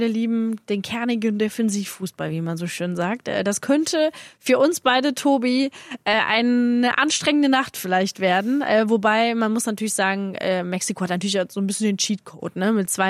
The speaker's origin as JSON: {"language": "German", "country": "Germany", "said": "als Deutsche"}